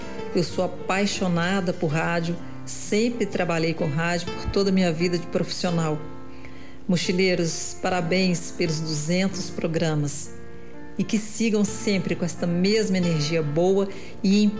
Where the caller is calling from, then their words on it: Lagoa Santa, Minas Gerais, Brazil; eu sou brasileira do estado de Minas Gerais e da cidade de Lagoa Santa, uma cidade pequena que está cerca de Belo Horizonte, a capital do estado.